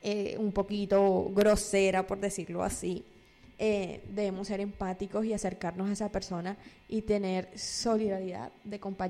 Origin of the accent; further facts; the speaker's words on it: San Pedro de Urabá, Antioquia, Colombia; accent: costeña; yo soy orgullosamente sanpedreña, pero es que San Pedro es Antioquia. Y yo, sí, somos antioqueños, pero tenemos un poquito de costa, estamos multiculturalizados, entonces es un honor para mí tener esas raíces